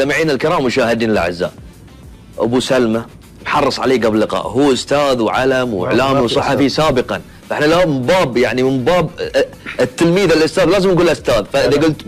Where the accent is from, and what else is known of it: Bahrain